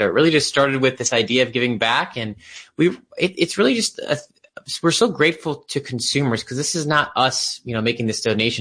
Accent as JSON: {"language": "English", "town": "Columbia Station", "region": "Ohio", "country": "United States", "tie": "born or raised there", "said": "Yeah, so Cleveland native, grew up on the west side in Columbia Station near Strongsville, went to St. Ed's High School in Lakewood, went to college at Cleveland State University."}